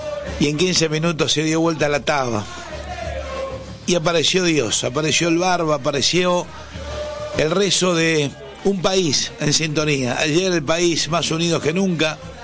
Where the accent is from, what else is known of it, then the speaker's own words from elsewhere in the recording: Argentina; Porque somos argentinos, orgullo de ser argentino.